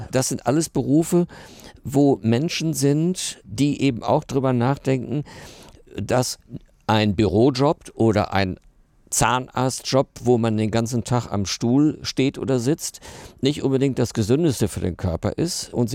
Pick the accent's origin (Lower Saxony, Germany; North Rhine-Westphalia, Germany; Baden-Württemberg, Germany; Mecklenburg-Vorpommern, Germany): North Rhine-Westphalia, Germany; Herne; Und ich stamme aus Herne und Hans Tilkowski war mein Idol.